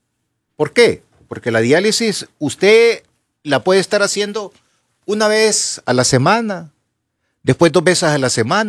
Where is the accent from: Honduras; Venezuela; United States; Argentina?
Honduras; nosotros los hondureños. Vengo ahorita del centro de Tegucigalpa